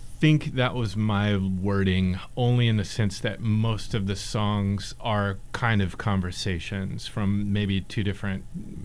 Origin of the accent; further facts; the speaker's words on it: Alabama, United States; also born or lived in Mississippi; Yeah, I mean, I was born in Mississippi, raised in Alabama, very southern born and bred, that kind of thing.